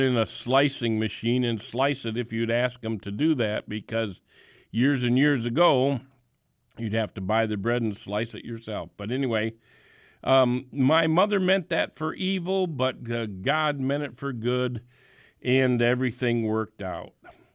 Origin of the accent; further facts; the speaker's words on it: Lake Orion, Michigan, United States; moved away as an adult; also born or lived in Haiti; now in Oak Creek, Wisconsin, United States; I was born and raised in Michigan.